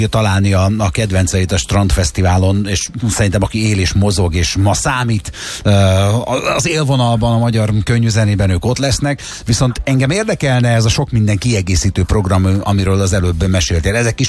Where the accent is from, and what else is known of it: Szekszárd, Tolna, Hungary; born or raised there